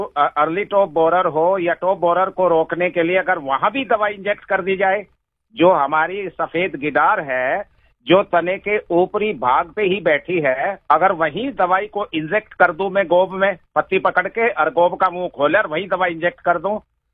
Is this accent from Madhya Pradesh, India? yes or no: no; Baghpat, Uttar Pradesh, India; मैं डिस्ट्रिक्ट बागपत का रहने वाला हूँ।